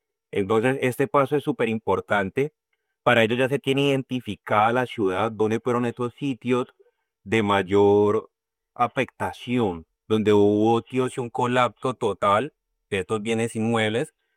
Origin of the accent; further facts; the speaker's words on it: Cali, Valle del Cauca, Colombia; Muchos de los caleños en estos momentos estamos afectados por esta situación